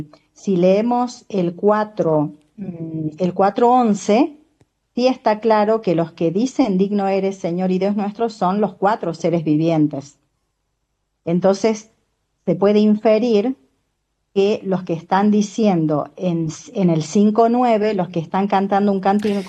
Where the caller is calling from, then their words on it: Argentina; Yo soy de Argentina